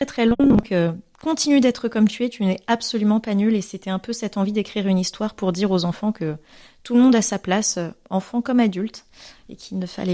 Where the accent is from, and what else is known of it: Madagascar; born there; also born or lived in Alsace, France